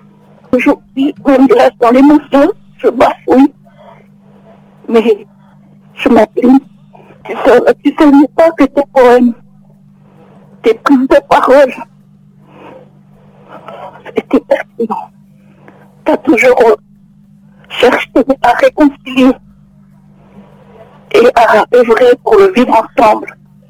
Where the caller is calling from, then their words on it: France; Moi, j'appelle de France